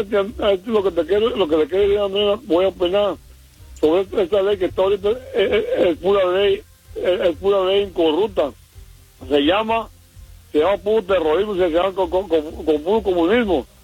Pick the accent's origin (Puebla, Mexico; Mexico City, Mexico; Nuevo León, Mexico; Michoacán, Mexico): Michoacán, Mexico; porque yo soy mexicano y michoacano, y si quieres que te cante, la gente la canto.